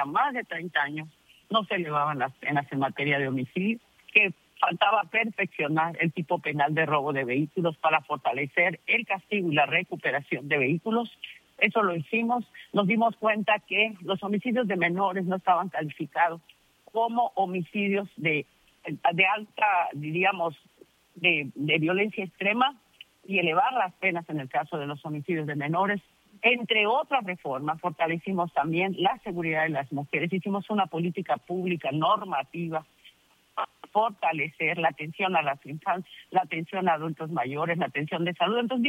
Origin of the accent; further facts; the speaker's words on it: Sinaloa, Mexico; Quienes somos sinaloenses conocemos la historia